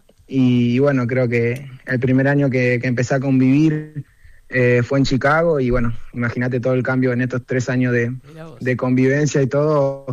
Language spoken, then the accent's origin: Spanish; Carmen de Patagones, Buenos Aires Province, Argentina; now in Buenos Aires, Argentina